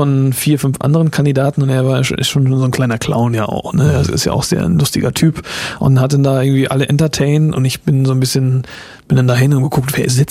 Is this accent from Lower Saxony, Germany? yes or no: no; Lindau, Schleswig-Holstein, Germany; born there; also born or lived in Eckernförde / Dollerup / Flensburg; Und da bin ich geboren, genau, und aufgewachsen in Lindau. Nicht Lindau am Bodensee, sondern Lindau an der Schlei, ganz im Norden.